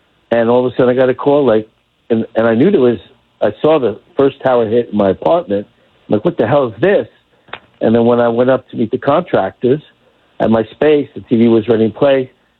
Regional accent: New York, United States; And as a New Yorker, I mean, it humanized New Yorkers.

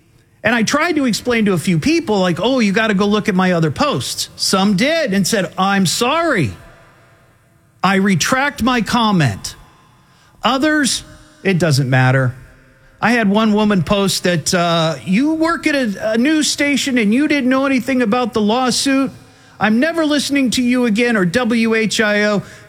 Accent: Beavercreek, Ohio, United States; the Beavers Mini Mart in Beaver Creek, my hometown right there. Corner of Haynes and Lance Road, spent many a quarter playing their Pac-Man machine when I was a youngster.

